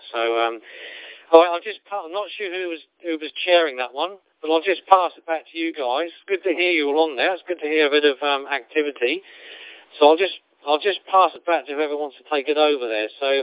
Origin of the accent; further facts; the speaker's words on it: Portsmouth, South East England, United Kingdom; now in Australia; So, I was initially from Portsmouth in the UK, and we emigrated in 2004. So we've been over 22 years now.